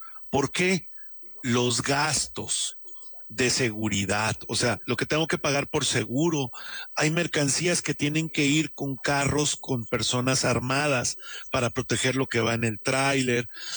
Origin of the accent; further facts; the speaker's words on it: Mexico; Nosotros como mexicanos